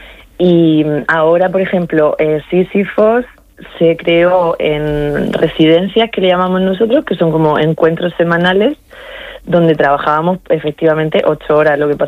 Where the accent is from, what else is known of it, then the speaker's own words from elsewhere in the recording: Torre Pacheco, Region of Murcia, Spain; also born or lived in Cartagena; Nacida en Cartagena, pero me crié en Torre Pacheco.